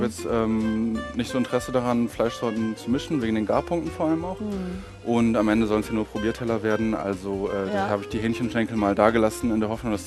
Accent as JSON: {"language": "German", "town": "Oldenburg", "region": "Lower Saxony", "country": "Germany", "tie": "born there", "said": "Ich bin in Oldenburg geboren, also fast Ostfriese, aber nicht ganz."}